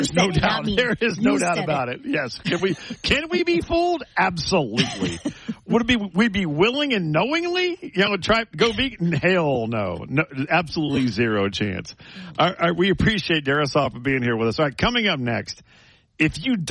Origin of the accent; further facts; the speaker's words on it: Louisiana, United States; I mean, you want red beans, you want gumbo. I'm from Louisiana.